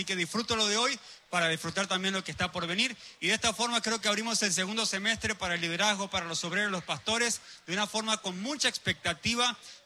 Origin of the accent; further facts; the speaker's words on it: Argentina; moved away; Eso de venir de Argentina, ya fue, pues, hace 7 años estoy acá